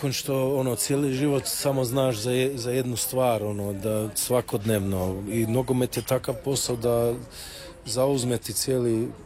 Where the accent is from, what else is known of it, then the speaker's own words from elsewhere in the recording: Croatia; pita nas odakle ste, kažemo iz Hrvatske